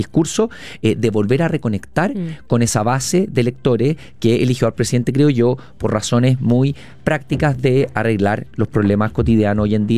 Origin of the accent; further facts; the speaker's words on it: Chile; en chileno se dice calma y tiza